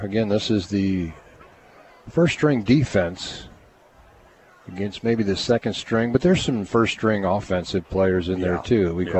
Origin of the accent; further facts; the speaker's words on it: St. Louis, Missouri, United States; I grew up in St. Louis, so I was a big fan of the St. Louis Rams.